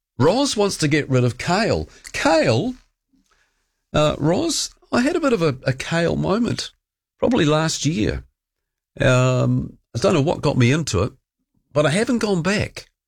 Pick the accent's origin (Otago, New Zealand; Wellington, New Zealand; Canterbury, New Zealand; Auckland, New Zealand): Otago, New Zealand; Dunedin; I know I'm from Dunedin. I know I'm from Dunners.